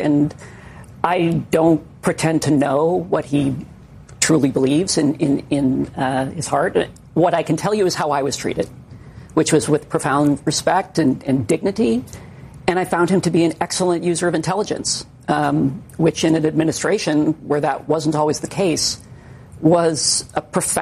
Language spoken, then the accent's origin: English; Hawaii, United States; Yeah, so as I grew up in Hawaii, my grandfather, who was from an immigrant family, really instilled on this what you know, you could think of as the immigrant creed.